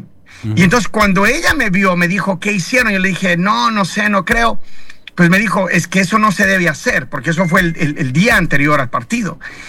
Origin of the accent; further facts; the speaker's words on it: Ecuador; Sí, yo creo que ahora como ecuatorianos obviamente fue un mal sabor de boca